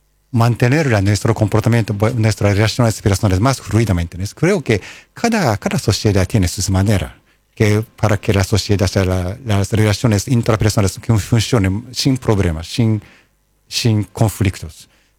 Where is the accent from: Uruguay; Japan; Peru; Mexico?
Japan; yo soy japonés.